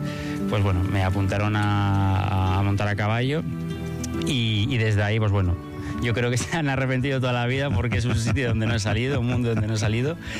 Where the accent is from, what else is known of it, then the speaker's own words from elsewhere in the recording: Bilbao, Basque Country, Spain; Yo nací en Bilbao, sí.